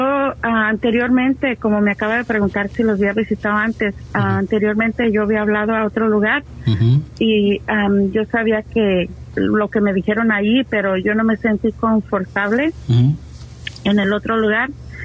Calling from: Stockton, California, United States; Llamo de Stockton.

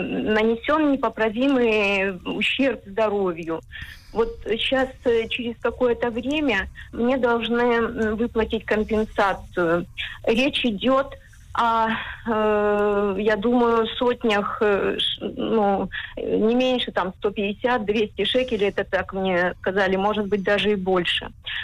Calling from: Haifa, Haifa District, Israel; из Хайфы. Мне сейчас 69 лет.

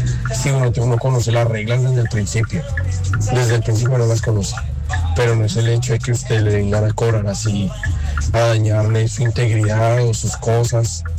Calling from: Toronto, Ontario, Canada; Buenas noches, Tropicana, desde Toronto, Canadá.

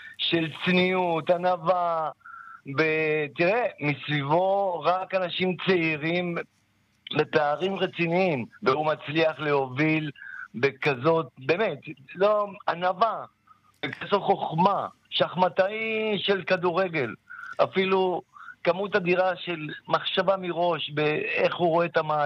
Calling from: Northern District, Israel; פה אצלנו בצפון

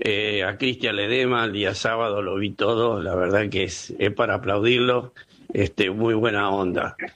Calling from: Zárate, Buenos Aires Province, Argentina; desde la ciudad de Zárate

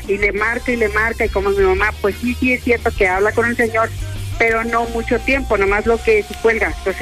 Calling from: Tecámac, State of Mexico, Mexico; En Tecámac. Tiene 2 meses mi mamá aquí conmigo.

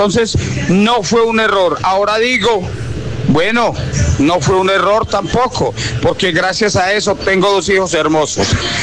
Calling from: Cuba; desde Cubita la Bella.

